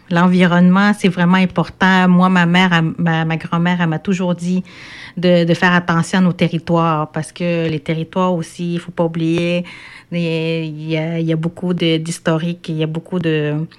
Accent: Quebec, Canada; Mais nous, on est des Nord-Côtiers.

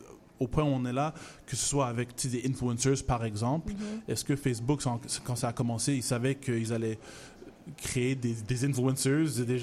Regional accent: Montreal, Quebec, Canada; j'ai grandi à Montréal, mm-hmm. plein de diversité

